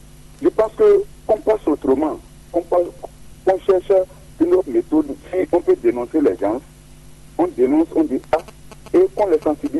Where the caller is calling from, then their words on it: Benin; J'appelle depuis Dokparou Est.